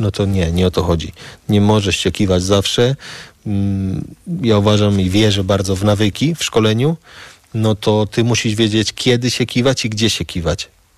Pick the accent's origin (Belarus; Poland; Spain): Spain; jak ja się wychowałem w Hiszpanii i mi jak grałem w piłkę, jak jako dzieciak, jako starszy zwracali mi na to uwagę